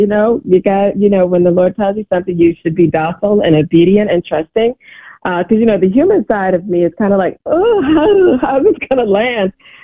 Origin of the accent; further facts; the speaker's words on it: Charleston, United States; I grew up, even though I'm from Charleston